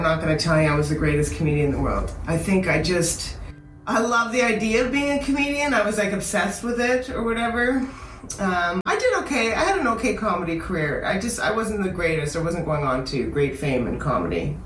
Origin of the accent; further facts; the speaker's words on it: Canada; moved away as an adult; I'm from Canada.